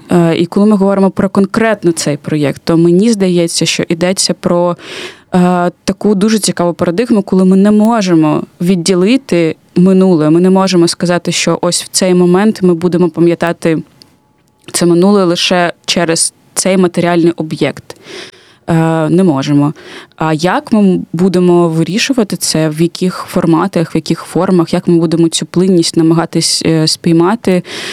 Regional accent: Kharkiv, Kharkiv Oblast, Ukraine; для мене як харків'янки

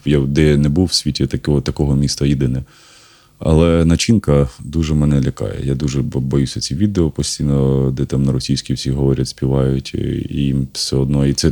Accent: Kharkiv, Kharkiv Oblast, Ukraine

